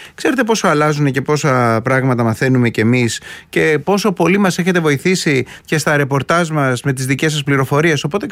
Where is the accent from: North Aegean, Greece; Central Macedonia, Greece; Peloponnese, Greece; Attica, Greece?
Attica, Greece; εγώ είμαι και λίγο από τα Μεσόγεια